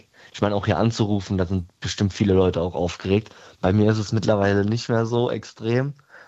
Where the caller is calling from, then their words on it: Hesse, Germany; bei uns lokal im Odenwald